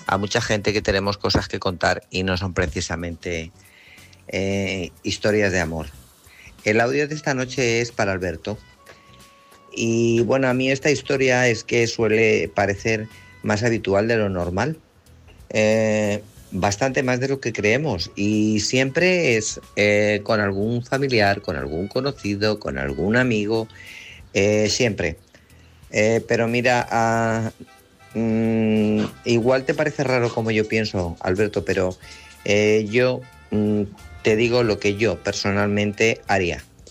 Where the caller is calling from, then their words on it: Guadalajara, Castilla-La Mancha, Spain; de Guadalajara.